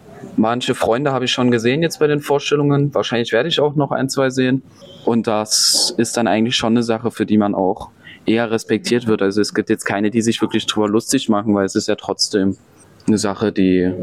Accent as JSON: {"language": "German", "town": "Wölkau", "region": "Saxony", "country": "Germany", "said": "ich komme hier aus der Region, aus einem Ort Wölkau genannt. Ich weiß nicht, ob das irgendjemandem was sagt, ungefähr 5 Kilometer weg."}